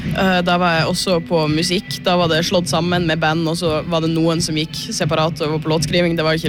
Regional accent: Bodø, Nordland, Norway; det er jo et band fra min hjemby i Bodø, som heter

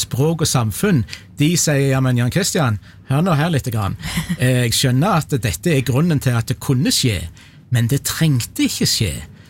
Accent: Egersund, Rogaland, Norway; men i Egersund, der jeg kommer ifra, hvis du drikker litt for mye om lørdagen, så blir du fremdeles fodle.

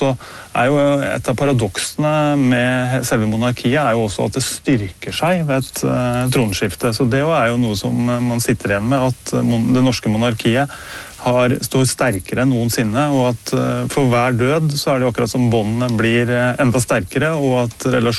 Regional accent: Innlandet, Norway; Lytterne vil kanskje høre at jeg kommer fra Mjøsområdet

